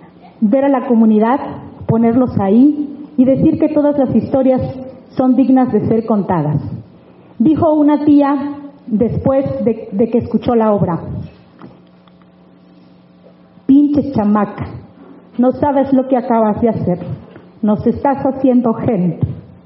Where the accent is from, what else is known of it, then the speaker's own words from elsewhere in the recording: El Coyul, Oaxaca, Mexico; mi pueblo El Coyul.